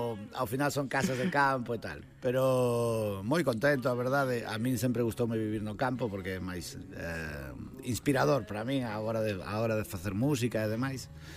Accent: A Coruña, Galicia, Spain; now in Coiro, Spain; Eu son coruñés cubano, sí, sí. Miña mai é coruñesa e meu pai é cubano, sí, señor.

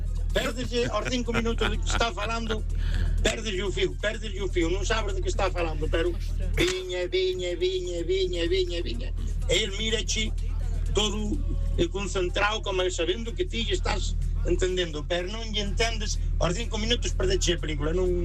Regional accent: Coristanco, Galicia, Spain; Buenos días. … de Coristanco.

